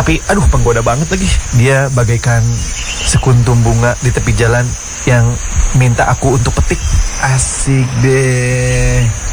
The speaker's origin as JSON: {"language": "Indonesian", "region": "Kalimantan", "country": "Indonesia", "tie": "born or raised there", "said": "Aku asli Kalimantan."}